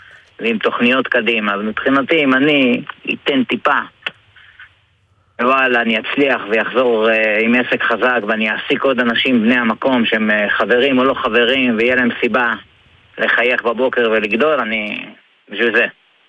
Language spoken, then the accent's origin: Hebrew; Jerusalem, Jerusalem District, Israel; אני בן הצפון, אני ירושלמית שלמדה בצפון בתל חי ונשארה לגור בצפון.